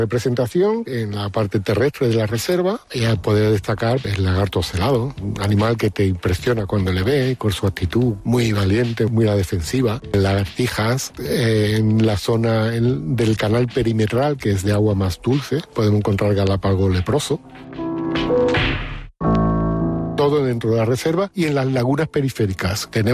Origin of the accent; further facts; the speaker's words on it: Málaga, Andalusia, Spain; soy natural de Málaga y mi profesión es biólogo. Y yo estoy en Fuente de Piedra ahora mismo